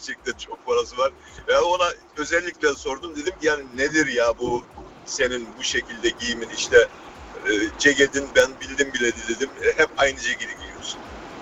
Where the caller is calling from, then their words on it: Berlin, Germany; Berlin'den katılıyorum.